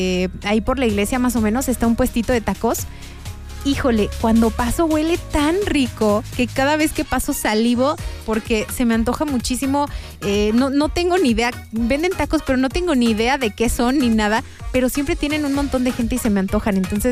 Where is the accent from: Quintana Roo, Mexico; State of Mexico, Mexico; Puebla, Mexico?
Puebla, Mexico; como buenos poblanos que somos